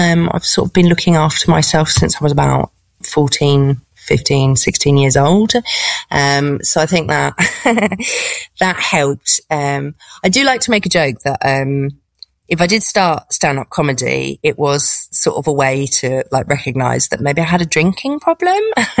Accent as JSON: {"language": "English", "country": "United Kingdom", "moved": "as an adult", "lives_now": "Paris, France", "said": "As a British person"}